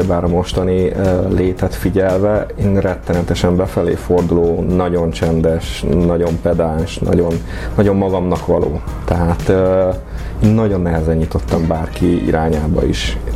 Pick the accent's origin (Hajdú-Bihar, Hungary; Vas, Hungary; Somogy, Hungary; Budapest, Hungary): Hajdú-Bihar, Hungary; Mikepércs; also born or lived in Debrecen; Én Debrecenben születtem, és egy éves koromban költöztünk ki Mikepécsre, és azóta is ott élek, ennek már most már 35-6 éve.